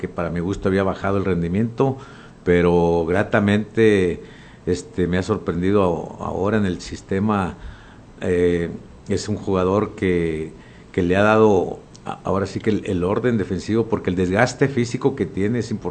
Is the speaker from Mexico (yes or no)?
yes; Mexico; Sí, exactamente, como mexicano.